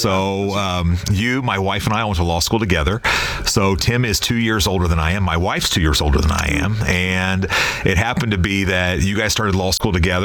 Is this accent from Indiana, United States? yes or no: yes; Indiana, United States; moved away as an adult; now in Fort Wayne, United States; I grew up in West Central Indiana.